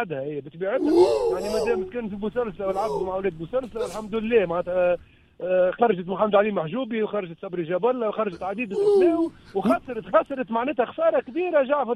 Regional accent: La Marsa, Tunis Governorate, Tunisia; born there; تعدينا مدرسه المرسى

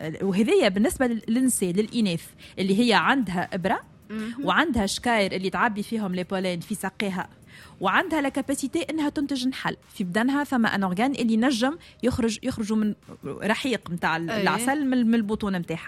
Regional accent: Tunisia

